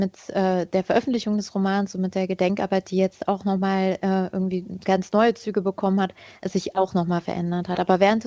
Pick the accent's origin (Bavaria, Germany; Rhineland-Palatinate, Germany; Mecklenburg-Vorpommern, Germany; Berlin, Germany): Rhineland-Palatinate, Germany; Hermeskeil; geboren und aufgewachsen in Hermeskeil